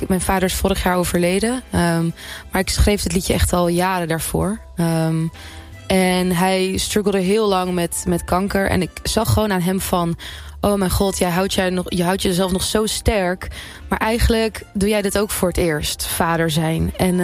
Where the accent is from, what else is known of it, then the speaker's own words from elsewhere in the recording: Bunnik, Utrecht, Netherlands; ik kom uit Bunnik, dat ligt net naast Utrecht.